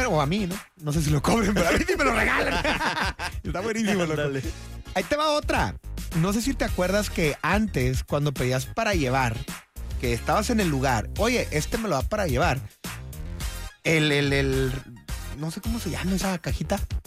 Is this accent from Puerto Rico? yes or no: no; Mexico; como buen mexicano dices, es mejor que sobra que falte